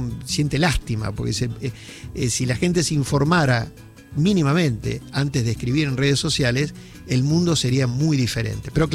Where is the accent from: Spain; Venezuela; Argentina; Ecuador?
Argentina